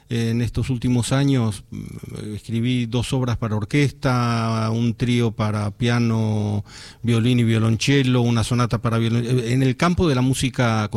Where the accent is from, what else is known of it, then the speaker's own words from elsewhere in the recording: Argentina; porque soy argentino.